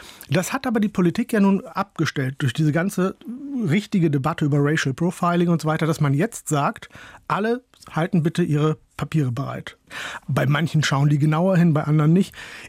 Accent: Hollern-Twielenfleth, Lower Saxony, Germany; now in Vienna, Austria; Ich bin ja in Deutschland geboren und aufgewachsen, aber es geht dann, letztlich wird so getan, als sei ich auch nicht von hier. Dann heißt es, geh doch dahin zurück, wo du herkommst und so weiter. Tatsächlich komme ich aus Holland-Schwielen, fliehe aus einem Dorf in Norddeutschland

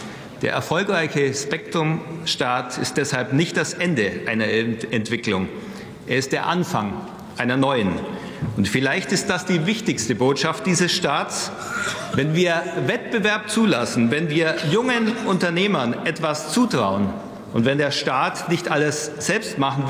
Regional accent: Augsburg, Bavaria, Germany; Deshalb richtet sich unser Blick und mein Blick auch in meine Heimat nach Augsburg.

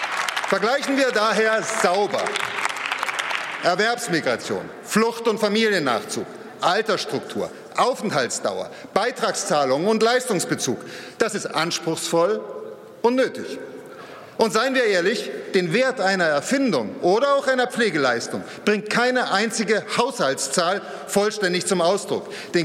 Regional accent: Dresden, Saxony, Germany; ich komme aus Dresden und wer durch unsere Altstadt geht, begegnet am italienischen Dörfchen einer Geschichte von Zuwanderung.

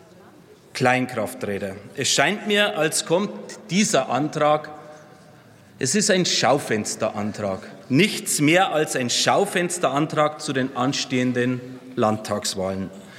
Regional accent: Bayerbach, Bavaria, Germany; In meiner Heimat zum Beispiel gibt es einen engagierten Zündapp-Fanclub und auch ein Verein historischer Fahrzeuge Bayerbach in meinem Heimatort.

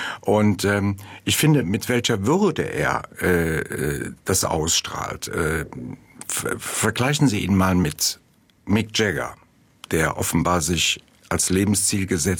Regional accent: Mayen, Rhineland-Palatinate, Germany; born there; geboren in Mayen, Eifel, meine Geburtsstadt.

